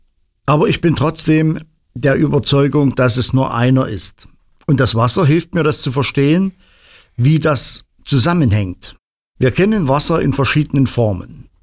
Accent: Mansfeld, Saxony-Anhalt, Germany; Ich komme aus Mansfeld.

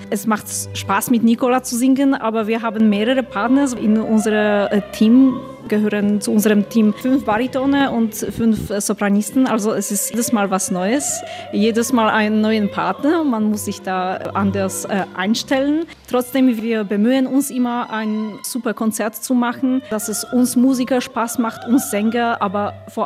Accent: Wrocław, Lower Silesian Voivodeship, Poland; Ich komme aus Breslau

